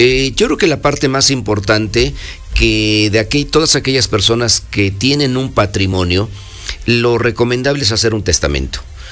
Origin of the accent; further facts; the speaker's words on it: Mexico; es lo más importante que debemos de tener en cuenta como mexicanos para proteger nuestro patrimonio